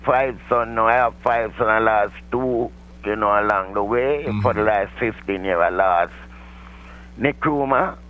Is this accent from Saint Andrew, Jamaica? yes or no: yes; Kingston, Saint Andrew, Jamaica; I'm from Capture